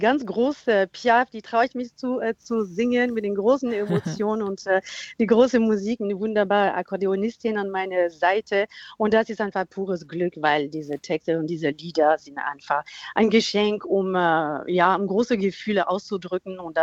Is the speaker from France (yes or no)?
yes; France; now in Brandenburg, Germany; erstmal bin ich Französin.